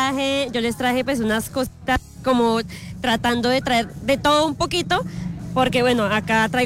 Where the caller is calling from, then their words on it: Mosquera, Cundinamarca, Colombia; Pues yo vengo desde el municipio de Mosquera.